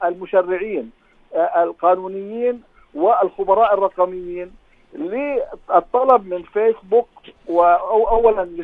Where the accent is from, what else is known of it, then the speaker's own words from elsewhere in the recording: Jordan; عندنا في الأردن